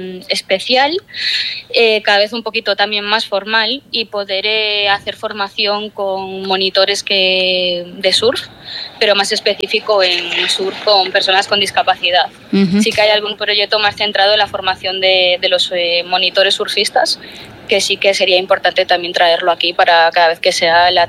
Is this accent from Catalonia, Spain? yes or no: no; Vigo, Galicia, Spain; also born or lived in Nigrán; Sí. No, soy de aquí, soy de aquí.